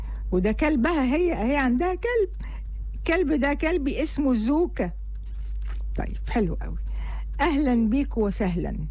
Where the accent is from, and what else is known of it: Egypt